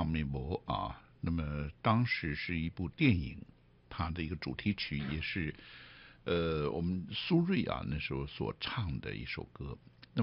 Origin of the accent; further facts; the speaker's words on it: Taipei, Taiwan; 原来我的住家啊，就是在七号公园的所在地